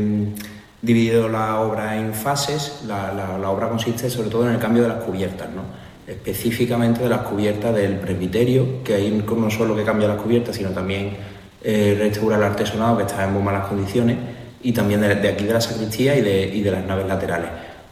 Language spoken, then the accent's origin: Spanish; La Rinconada, Andalusia, Spain; also born or lived in Seville / Castillo de las Guardas; Yo tengo 35 años y, bueno, yo soy de San José de la Rinconada, aunque mi familia toda es de la Macarena, de la calle Feria, y yo nací en la calle San Luis.